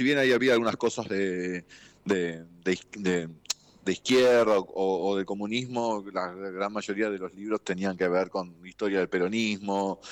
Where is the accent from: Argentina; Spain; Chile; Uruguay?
Argentina; el momento que estamos viviendo como argentinos.